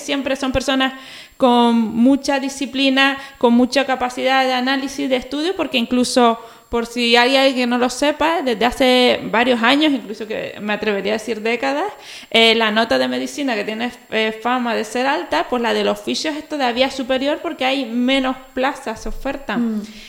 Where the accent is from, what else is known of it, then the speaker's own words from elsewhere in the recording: Telde, Canary Islands, Spain; yo que soy de Telde